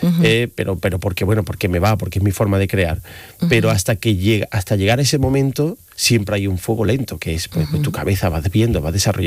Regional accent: Seville, Andalusia, Spain; also born or lived in Madrid; Pero el acento me delata, en fin, donde vivo, no, soy sevillano.

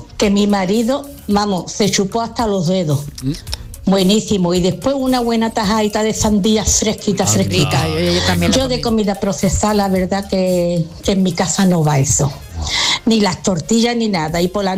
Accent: Jerez de la Frontera, Andalusia, Spain

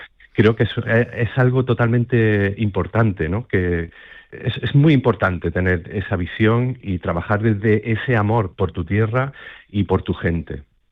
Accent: Úbeda, Andalusia, Spain; moved away; soy de Úbeda por los cuatro costados.

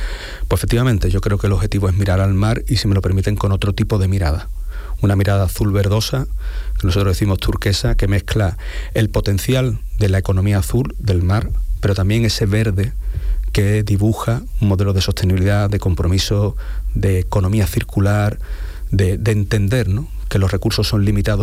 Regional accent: Cádiz, Andalusia, Spain; para los que somos de aquí de Cádiz

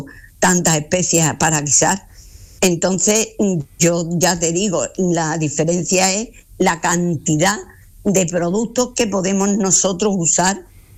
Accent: Huelva, Andalusia, Spain

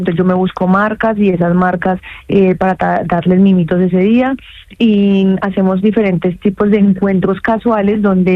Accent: Bogotá, Bogotá Capital District, Colombia; moved away as an adult; also born or lived in Galicia, Spain; now in Madrid, Spain; en mi caso, mi familia es, mi mamá es de Santander y mi papá es de Boyacá, entonces por eso se le llama rolos.

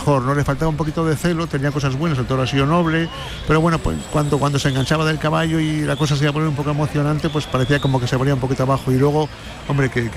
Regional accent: San Sebastián, Basque Country, Spain; Yo no soy pamplónica ni navarro, pero casi, ¿no? Yo soy donostiarra, pero bueno, tengo la mitad de mi sangre es navarra y mi madre era de Pamplona, mi mujer es de Pamplona, mis hijos pues los hemos bautizado allí.

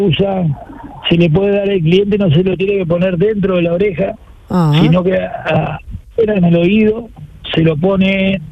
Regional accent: Uruguay; Yo tengo, a ver, como soy uruguayo, tengo varios idiomas, pero todo en español.

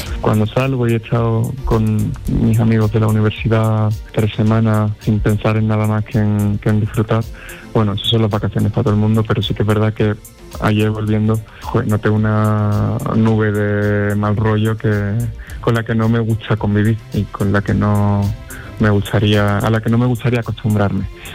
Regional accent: Algeciras, Andalusia, Spain; moved away; aprovechando que hablo con vosotros, que soy la radio de mi tierra

